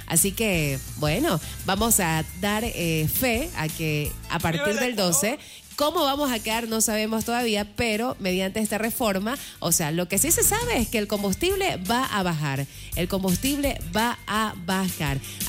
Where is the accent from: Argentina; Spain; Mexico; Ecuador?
Ecuador; los ecuatorianos